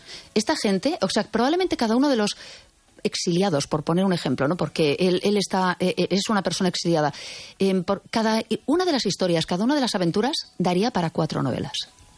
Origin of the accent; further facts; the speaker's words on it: A Coruña, Galicia, Spain; now in Rías Baixas, Spain; ¿Y quién no vive en otra ciudad? Yo soy coruñesa, estoy afincada ahora en las Rías Baixas, te vas moviendo de un sitio a otro